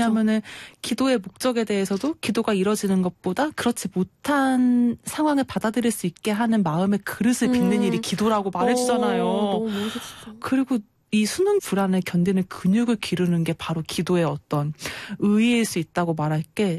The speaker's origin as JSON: {"language": "Korean", "region": "South Chungcheong", "country": "South Korea", "said": "제 본가가 충청남도에 있거든요."}